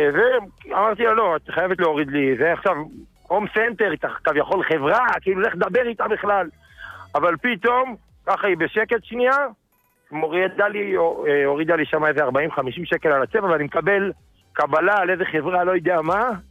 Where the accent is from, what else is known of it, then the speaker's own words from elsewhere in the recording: Ofakim, Southern District, Israel; לא, מאופקים.